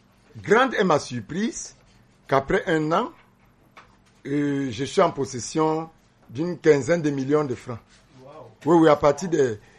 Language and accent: French; Cameroon; en tant que Camerounais